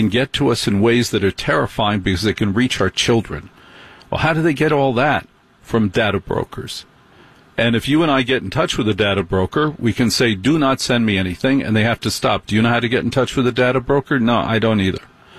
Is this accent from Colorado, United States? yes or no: no; New Jersey, United States; is that I grew up in North Jersey. I know what they smell like. I grew up with them.